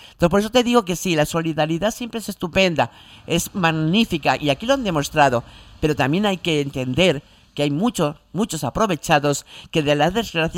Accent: Vega de San Mateo, Canary Islands, Spain; siempre digo, yo soy de la Vega de San Mateo, vivo en la Vega de San Mateo, admiro la Vega de San Mateo por eso mismo, por la gente

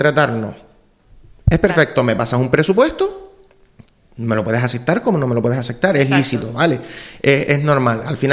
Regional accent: Santa Brígida, Canary Islands, Spain; Romería de Santa Brígida, que es mi pueblo.

